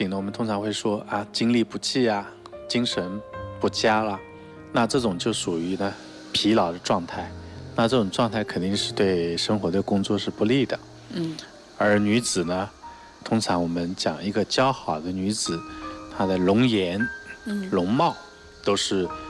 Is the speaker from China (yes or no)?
yes; China; 我们中国人